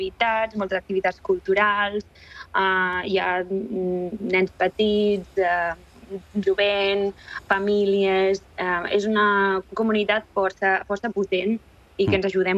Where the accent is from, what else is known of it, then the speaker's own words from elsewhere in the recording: Artesa de Segre, Catalonia, Spain; also born or lived in Bulgaria; Originàriament de Bulgària, però vaig créixer a Artesa de Segre